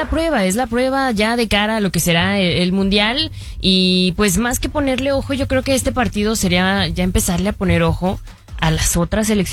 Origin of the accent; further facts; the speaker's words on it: Mexico; Porque soy mexicana.